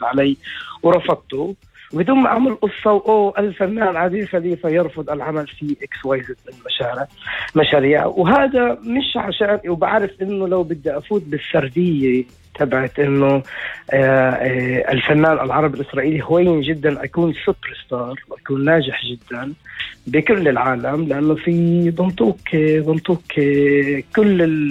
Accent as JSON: {"language": "Arabic", "country": "Israel", "said": "كنت أحكي إنه أنا فلسطيني من الداخل ستات سيمبل يعني."}